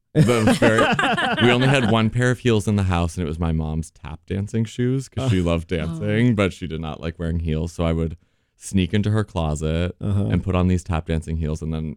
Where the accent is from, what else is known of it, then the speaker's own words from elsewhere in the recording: Champaign, Illinois, United States; the gay bar in my hometown of Champaign-Urbana, Illinois